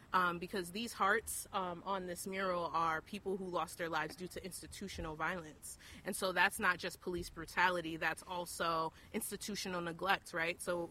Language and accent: English; Albany, United States; I've been an artsy girl. I'm also from Albany. I grew up here.